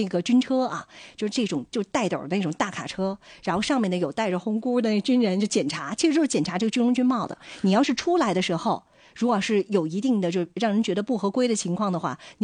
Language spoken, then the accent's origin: Chinese; Dalian, Liaoning, China; 如果是在旅顺长大和我一样的话